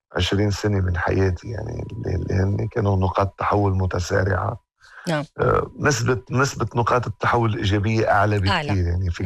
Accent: Lebanon; هو الصراحة يعني من تاريخ ما أنا ظهرت من لبنان، ولبنان يعني من حرب لحرب لظروف اقتصادية صعبة.

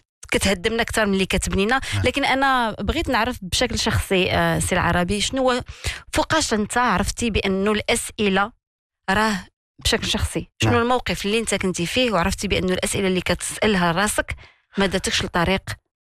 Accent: Morocco; إحنا كمغاربة وكعرب ماشي غير كمغاربة

